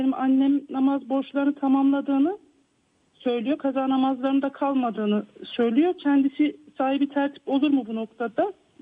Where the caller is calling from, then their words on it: Erzurum, Turkey; Erzurum'dan arıyorum bu arada.